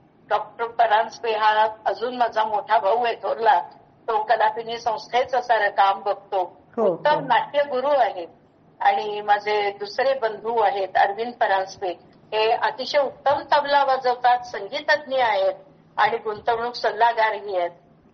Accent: Talegaon Dabhade, Maharashtra, India; माझं बालपण तळेगाव दाभाडे या छोट्याशा गावामध्ये गेलं.

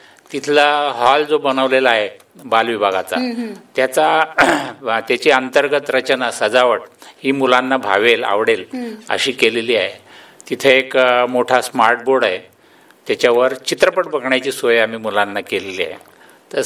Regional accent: Parola, Maharashtra, India; moved away as an adult; now in Jalgaon, India; मी मूळचा पारोळ्याचा आहे

